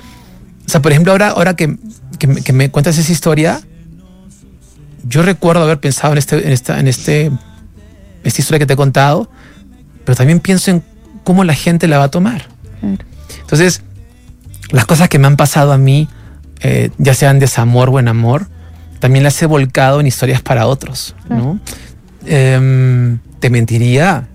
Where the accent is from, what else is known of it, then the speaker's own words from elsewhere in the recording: Peru; Yo tuve una canción cuando recién empecé mi carrera en Perú. Recuerda algo. Yo empiezo en mi país, grabo 5 discos en mi país